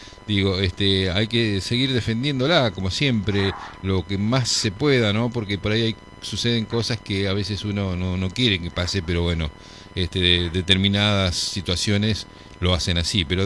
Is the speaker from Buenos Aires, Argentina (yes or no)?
yes; Buenos Aires, Argentina; moved away; yo soy de Capital Federal, vine hace 37 años, pero no soy un NIC.